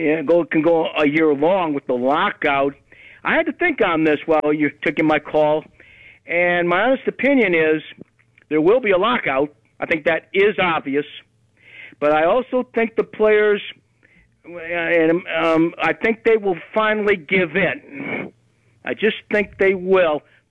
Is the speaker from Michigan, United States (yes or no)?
yes; Southfield, Michigan, United States